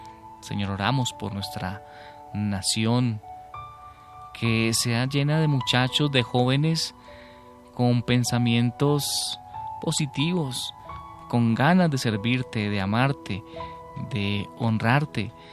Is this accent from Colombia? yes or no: yes; Colombia